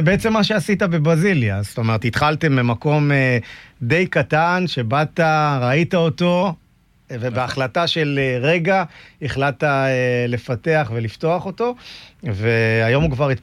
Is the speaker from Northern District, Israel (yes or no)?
yes; Beit She'an, Northern District, Israel; moved away; מגיעים היום לבית שאן עיר הולדתי, אני חוזר 30 שנה אחורה